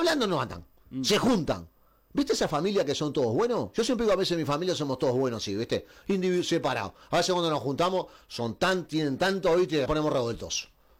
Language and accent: Spanish; Uruguay; moved away